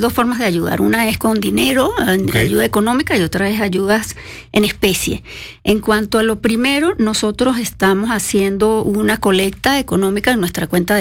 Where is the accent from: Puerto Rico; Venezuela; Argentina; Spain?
Venezuela; now in Mexico; Fíjate, nosotros como venezolanos nos impacta mucho el tema de los gastos hidráulicos